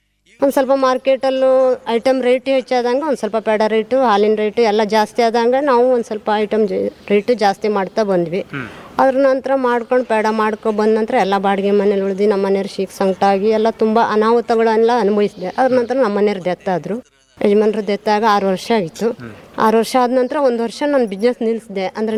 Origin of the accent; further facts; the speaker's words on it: Honnavar, Karnataka, India; also born or lived in Hassan; ಹೊನ್ನಾವರದವರೇ sir ನಾವು ಮೂಲತಃ. ಅಂದರೆ ನಮ್ಮ ಮನೆಯವರು ಅದ್ರ ಮುಂಚೆ ಎಲ್ಲ ಊರಲ್ಲಿ ಎಲ್ಲ ಬಾಡಿಗೆ ಇದ್ದಿದ್ರು. ಹೊನ್ನಾವರದಲ್ಲಿ ಬಾಡಿಗೆ ಇದ್ದಿದ್ರು. ನಾನು ಹೊನ್ನಾವರದವಳೆ ಮೂಲತಃ ತಾಯಿ ಮನೆ.